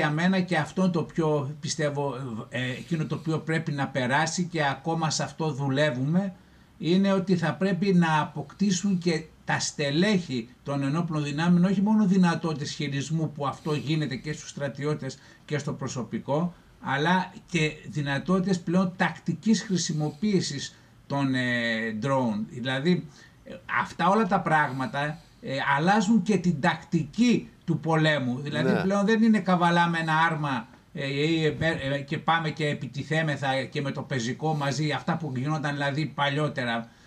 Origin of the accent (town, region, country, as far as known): Greece